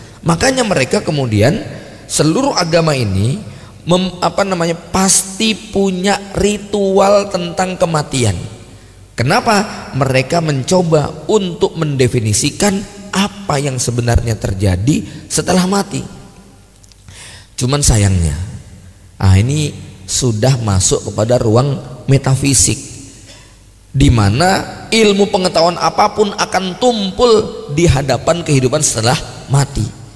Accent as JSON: {"language": "Indonesian", "region": "Jakarta", "country": "Indonesia", "said": "Bahkan di kampung saya di Serdang Jakarta itu ada kegiatan namanya KKW, kerukunan dan kematian warga."}